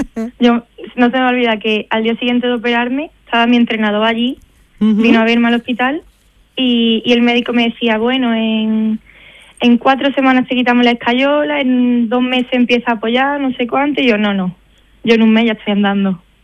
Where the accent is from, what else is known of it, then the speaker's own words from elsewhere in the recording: Málaga, Andalusia, Spain; moved away as an adult; now in Seville, Spain; yo soy de Málaga, pero llevo ya 5 años viviendo en Sevilla